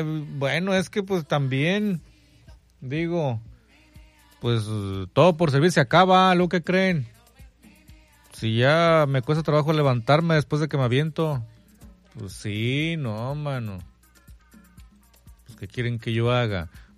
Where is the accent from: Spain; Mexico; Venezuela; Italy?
Mexico; Se supone que somos mexicanos.